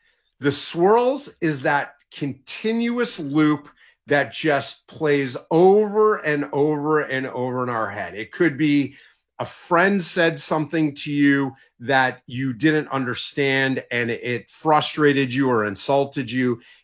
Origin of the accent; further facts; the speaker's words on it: Detroit, Michigan, United States; I'm originally from Detroit, so this is old home week.